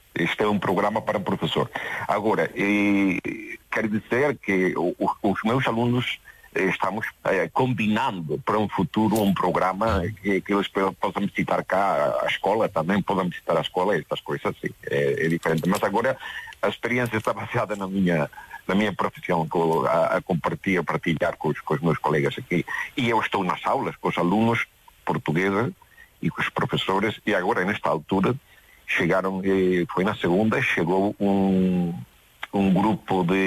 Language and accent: Portuguese; Galicia, Spain; Falando francamente, quero dizer que como galego, Porto, nós temos cá esse programa O Eixo Atlântico